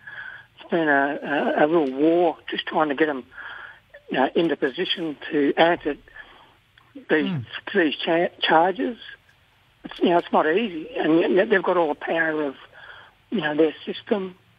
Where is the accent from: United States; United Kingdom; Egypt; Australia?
Australia; Victoria; I'm from Kulin Nation, on the western side of the Kulin Nation, where what they call the Grampians or Garryward.